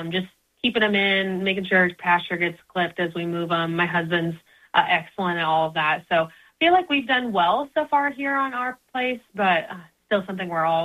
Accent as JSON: {"language": "English", "region": "Ohio", "country": "United States", "tie": "born or raised there", "moved": "yes", "said": "My family and where I grew up is actually in Central Ohio"}